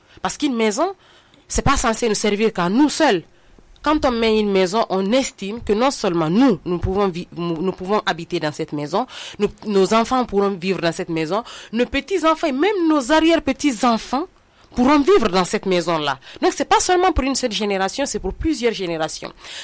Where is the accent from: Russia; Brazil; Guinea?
Guinea; Quand on est guinéen